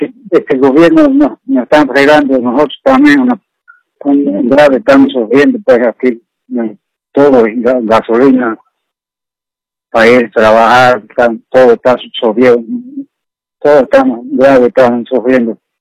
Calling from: Mineros, Santa Cruz, Bolivia; Estoy de aquí de Pueblo Nuevo, Santa Cruz.

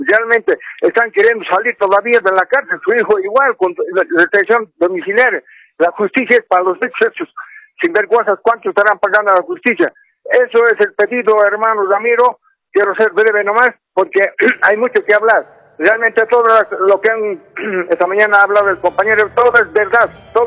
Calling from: La Paz, Bolivia; de La Paz.

